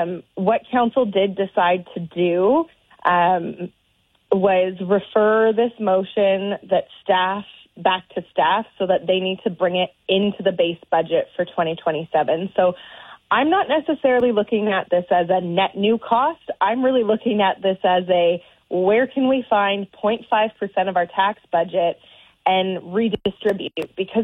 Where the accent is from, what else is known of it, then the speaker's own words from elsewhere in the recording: Wilmot, Ontario, Canada; I'm from Wilmot. We don't have a hospital here.